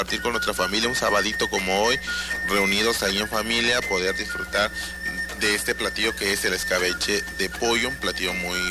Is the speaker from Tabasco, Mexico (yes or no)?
yes; Tabasco, Mexico; Ahora vamos en nuestra sección Aprendiendo Yocotán con nuestra variante este. Es muy importante recalcar, porque pues hay otras variantes, como es en Acajuca, Macuspana, en Centla, y nosotros aquí en el municipio del Centro.